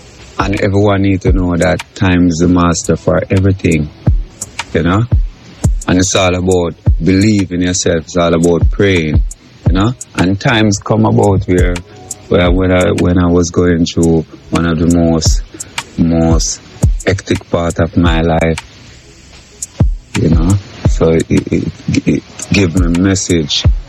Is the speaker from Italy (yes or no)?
no; Spanish Town, Saint Catherine, Jamaica; born there; now in Kingston, Jamaica; I'm from Jamaica. I was born on the 9th of July, 1986 at Spanish Town Hospital, St. Catherine. I'm now living at Washington Garden, Kingston City.